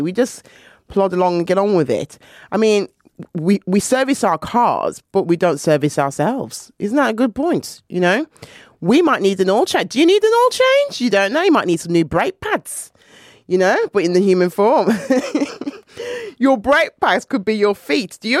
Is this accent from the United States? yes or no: no; Jamaica; moved away; Because when I came from Jamaica and I went to the doctors